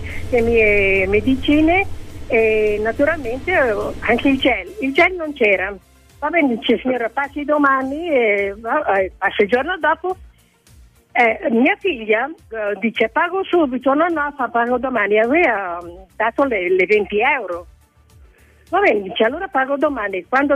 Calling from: Mantua, Lombardy, Italy; Sono di Mantova, della zona di Valdaro.

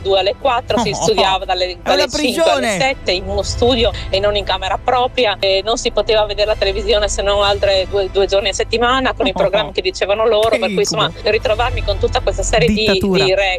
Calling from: Codroipo, Friuli-Venezia Giulia, Italy; scusate, sono di Codroipo.

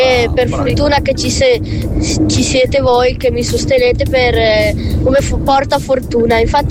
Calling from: Galzignano Terme, Veneto, Italy; E sono di Galzignano Terme, sì.

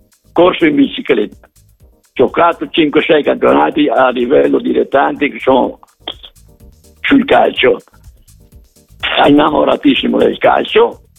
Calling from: Verona, Veneto, Italy; La preoccupazione mia come veronese, ma soprattutto come sportivo

